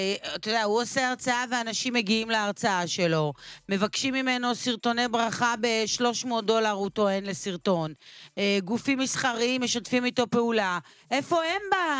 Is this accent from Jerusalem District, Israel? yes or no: no; Kiryat Gat, Southern District, Israel; אצלנו בקריית גת